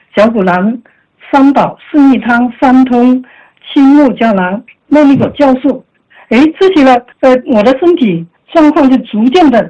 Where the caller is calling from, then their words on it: Shenzhen, Guangdong, China; 我来自广东深圳